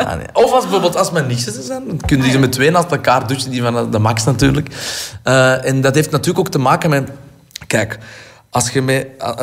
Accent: Antwerp, Flanders, Belgium; Hier in Antwerpen, we hebben de mooiste toren van alle torens in de wereld. Die zal altijd roepen naar mij. Altijd. Dus dat kan ik me moeilijk inbeelden dat die stad... Dat ik die ooit echt helemaal zou verlaten.

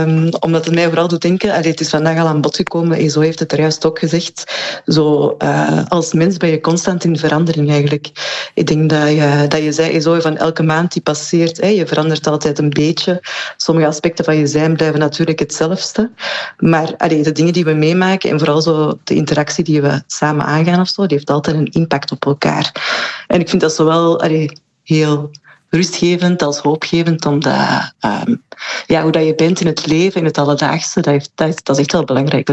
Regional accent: Antwerp province, Flanders, Belgium; born there; accent: Antwerp; moved away as an adult; now in Ghent, Belgium; Ik klink zo, ik weet het. Maar ik woon in Gent. En vanaf dit jaar sinds de helft van mijn leven. Dus ik denk dat ik ondertussen mag zeggen dat ik uit Gent kom.

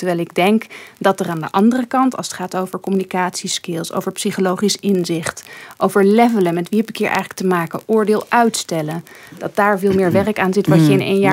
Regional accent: Netherlands; Zeker voor mij als Nederlandse. Bij ons hebben politieagenten minstens 3 jaar opleiding.

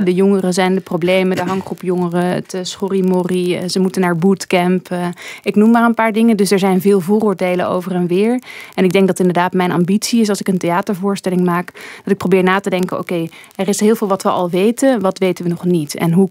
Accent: Netherlands; Zeker voor mij als Nederlandse.

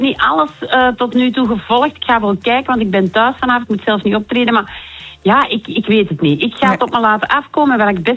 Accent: Flanders, Belgium; moest ik van hot naar haar, zoals dat bij ons in de Kempen zeggen.

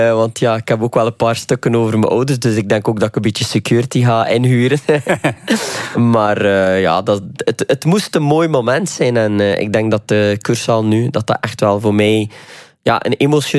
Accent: Ostend, Flanders, Belgium; Ik ben een Oostendenaar.

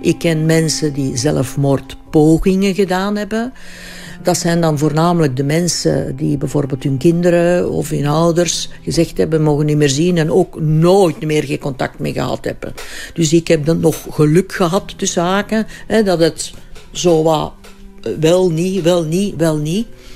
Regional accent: Flanders, Belgium; En wij zijn ook Vlamingen.

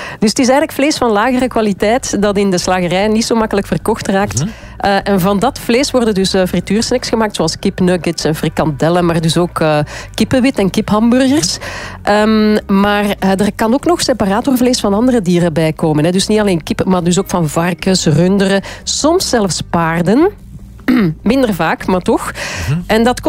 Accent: Flemish Brabant, Belgium; Ik ben van Vlaams-Brabant, daar zeggen ze curryworst.

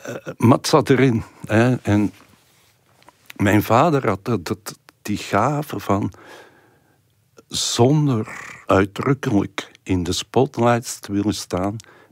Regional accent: Turnhout, Flanders, Belgium; Ik was 12 jaar. En bij ons thuis in Turnhout kwam er elk jaar een kermis in de straat.

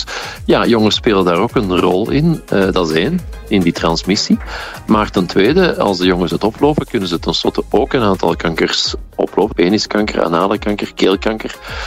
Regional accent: Belgium

